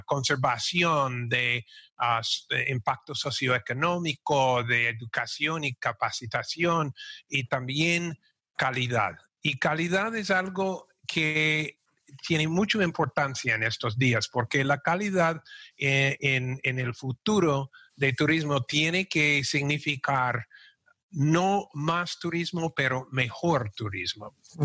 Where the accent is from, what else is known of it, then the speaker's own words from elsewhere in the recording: Costa Rica; viviendo en Costa Rica y siendo un tico.